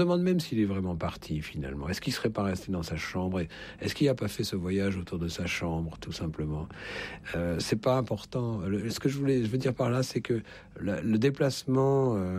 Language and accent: French; Paris, Île-de-France, France; en tant que petit Parisien, je ne connaissais pas Paris, je connaissais juste mon quartier.